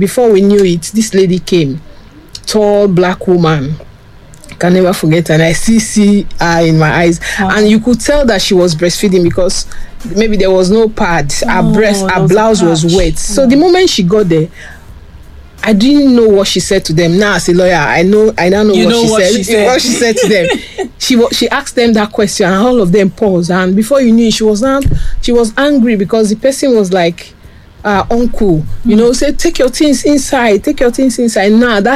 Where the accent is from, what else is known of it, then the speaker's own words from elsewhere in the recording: Warri, Delta, Nigeria; I was born and bred in Warri